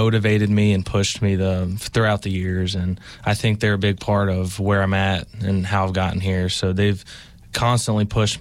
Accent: Abingdon, Virginia, United States; I'm from Abingdon.

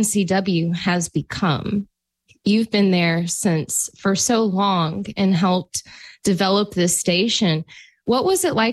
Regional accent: Georgia, United States; I'm from Georgia.

